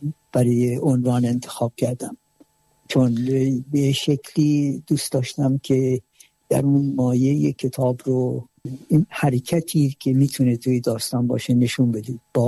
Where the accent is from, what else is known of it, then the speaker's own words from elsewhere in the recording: southern Iran, Iran; من خب خودم جنوبی هستم و همچنان دوست داشتم که از جنوب، از شهرم، زادگاهم، منطقم حرف بزنم،